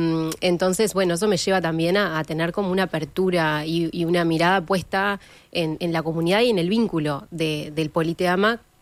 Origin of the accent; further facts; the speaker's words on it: Montevideo, Uruguay; moved away as an adult; now in Canelones, Uruguay; yo soy de Montevideo